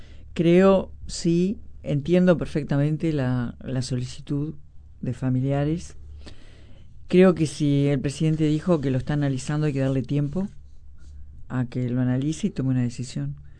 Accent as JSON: {"language": "Spanish", "country": "Uruguay"}